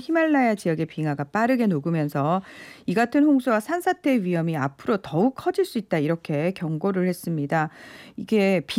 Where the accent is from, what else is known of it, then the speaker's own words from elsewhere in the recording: South Korea; 한국 사람으로서 기분이 나빴던 게요.